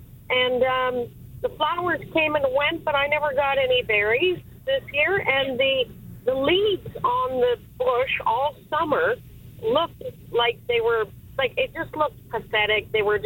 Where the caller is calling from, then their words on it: Waterford, New Brunswick, Canada; I'm calling from the Waterford area.